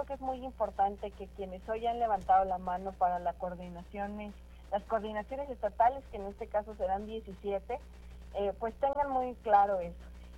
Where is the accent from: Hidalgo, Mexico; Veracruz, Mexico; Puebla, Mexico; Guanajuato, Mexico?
Puebla, Mexico; Tlanalapan; en mi pueblo, en Tlanalapan